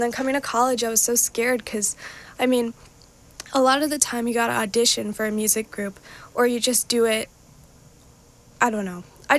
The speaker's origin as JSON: {"language": "English", "country": "India", "said": "Okay, I'm Indian, and it sounded like kind of like hymns, kind of like old Indian music."}